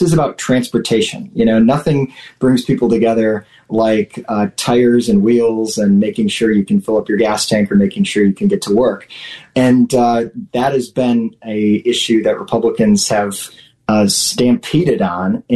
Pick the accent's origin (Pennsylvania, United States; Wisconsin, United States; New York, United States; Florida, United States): Wisconsin, United States; Racine; also born or lived in Russia; So I was actually born halfway across the world and adopted at the age of two from a Russian orphanage, and grew up in this all-American town known as Racine, Wisconsin.